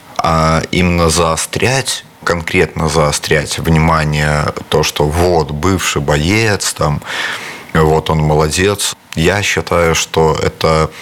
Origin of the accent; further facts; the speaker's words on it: Belarus; как белорусы.